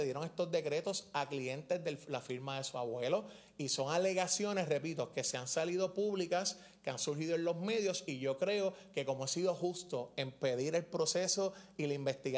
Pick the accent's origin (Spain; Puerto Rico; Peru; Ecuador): Puerto Rico; San Juan; tú sabes que yo soy de Santurce